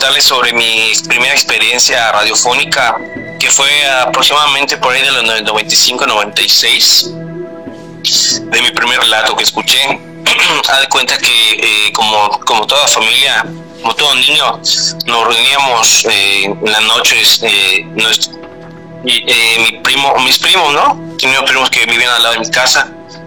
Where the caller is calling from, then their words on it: Mérida, Yucatán, Mexico; de Mérida, Yucatán.